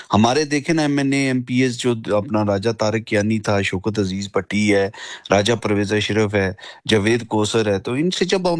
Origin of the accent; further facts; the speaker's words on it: Rawalpindi, Punjab, Pakistan; میرا تعلق رائے صاحب پنڈی کا ہے